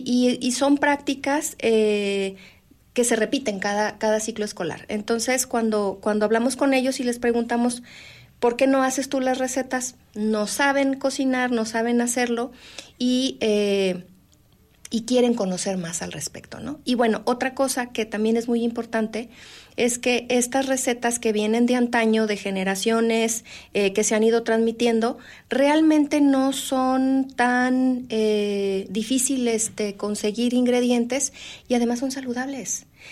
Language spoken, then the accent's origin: Spanish; Durango, Mexico; moved away as an adult; now in Guadalajara, Mexico; Yo soy duranguense, soy del norte, pero tengo ya más de 20 años viviendo aquí, entre Guadalajara y Ciudad Guzmán.